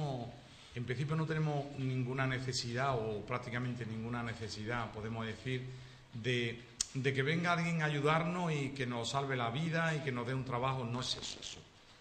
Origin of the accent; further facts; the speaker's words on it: Sanlúcar de Barrameda, Andalusia, Spain; me mueve mi pueblo, me duele mi pueblo